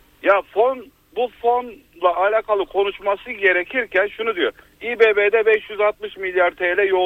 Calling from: Antalya, Turkey; Antalya'dan.

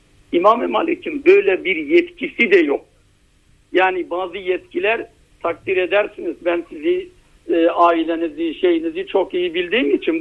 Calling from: Gaziantep, Turkey; Gaziantep'ten arıyorum.

